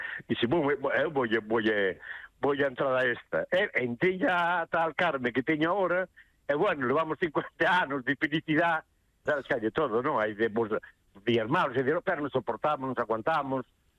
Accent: Ribeira, Galicia, Spain; moved away; Pois é o son de Ribeira, vine aquí ao son que tiña unha moza.

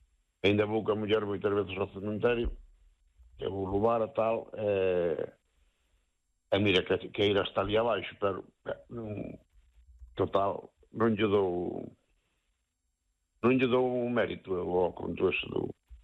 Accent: Galicia, Spain; born there; eu estaba nos cas vacas ali na costa donde eu nacín, e viño, eu nacín no Concello del Pique

